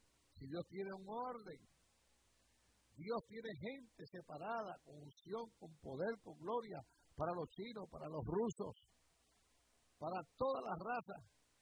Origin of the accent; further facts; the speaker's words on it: New York, United States; Pero yo soy norteamericano de nacimiento, nací aquí en la ciudad de Nueva York, en el Bronx.